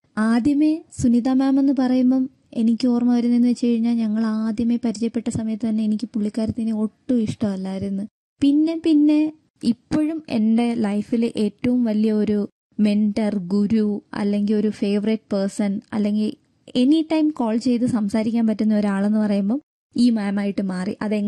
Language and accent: Malayalam; Bangalore, Karnataka, India; ഞാൻ ബാംഗ്ലൂർ സ്വദേശിനിയാണ്. ജനിച്ചതും വളർന്നതും എല്ലാം ബാംഗ്ലൂരാണ്. മലയാളി തന്നെയാണ്. നാട്ടിൽ കൊല്ലം.